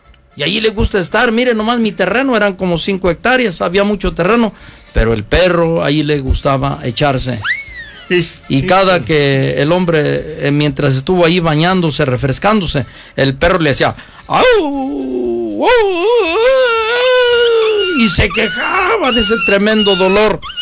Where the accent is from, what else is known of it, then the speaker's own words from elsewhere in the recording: Mexico; lo digo como todo mexicano